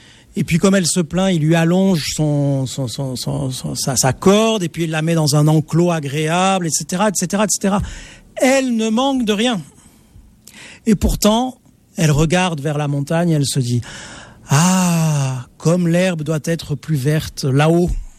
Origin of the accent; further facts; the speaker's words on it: Marseille, Provence-Alpes-Côte d'Azur, France; Je suis de Marseille, alors c'est mes références.